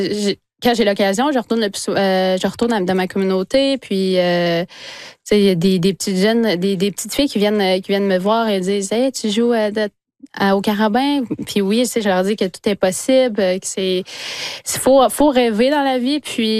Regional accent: Wemotaci, Quebec, Canada; Nous, quand j'ai grandi à Ouamantachi, justement, où on avait mon père voyons, il faisait une glace d'erreur chez nous, dans notre cour arrière.

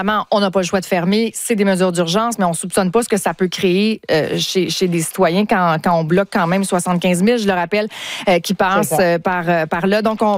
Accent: Canada; Ça a même fait son chemin ici chez nous au Canada.

